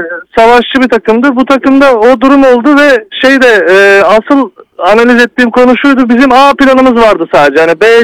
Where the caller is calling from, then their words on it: İzmir, Turkey; İzmir'den arıyorum.